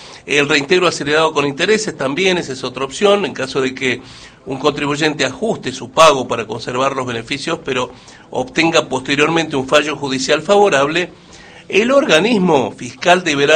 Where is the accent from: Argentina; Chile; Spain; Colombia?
Argentina; La Rioja; Así somos los riojanos